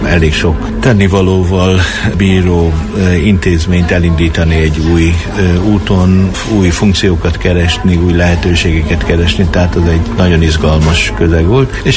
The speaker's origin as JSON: {"language": "Hungarian", "town": "Bükkaranyos", "region": "Borsod-Abaúj-Zemplén", "country": "Hungary", "tie": "born or raised there", "said": "Ha nem is a Bükkbe, de a Bükk alján, Bükk Aranyos nevű településen nőttem fel, nőttem fel valóban lelkész családban"}